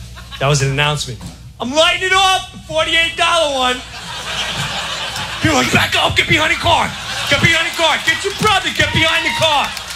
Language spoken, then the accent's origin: English; New York, United States; where I grew up in Long Island, you had to know someone to get fireworks.